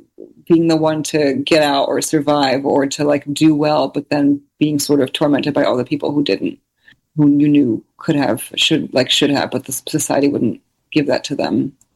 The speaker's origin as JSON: {"language": "English", "region": "New Jersey", "country": "United States", "tie": "born or raised there", "said": "the single mothers, single immigrant mothers I grew up with in New Jersey"}